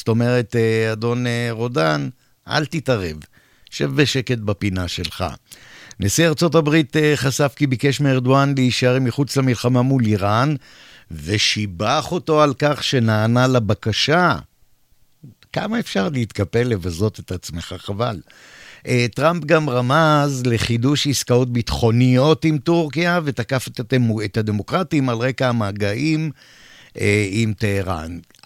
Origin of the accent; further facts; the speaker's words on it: Ramla, Central District, Israel; born there; moved away; אני גדלתי באזור, את תחילת שנות חיי גדלתי ברמלה